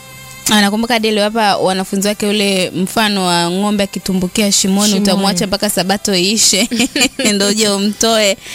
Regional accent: Kigoma, Tanzania; Watu wa Kigoma tumechangamka.

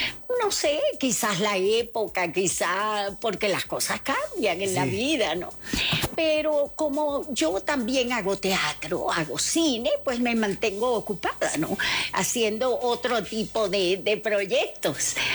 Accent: Venezuela; Y que terminó en mi país, fíjate. Terminó en Venezuela

